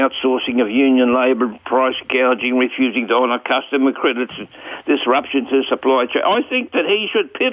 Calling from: Gladstone, Queensland, Australia; from the smarter end of Gladstone, which is, of course, the smarter end of Queensland.

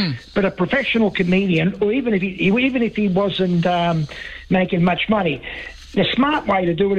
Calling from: Australia; I'm Australian, I'm Anglo-Saxon Australian.

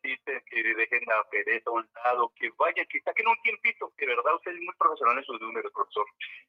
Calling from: Soacha, Cundinamarca, Colombia; lo llamo desde Soacha

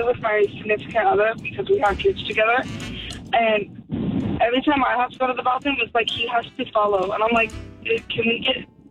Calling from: Oakdale, California, United States; I'm from Oakdale.

